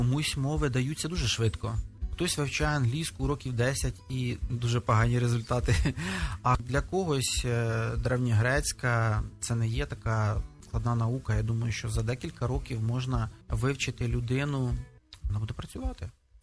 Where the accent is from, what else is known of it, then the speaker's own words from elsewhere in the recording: Bila Tserkva, Kyiv Oblast, Ukraine; Я з Білої церкви.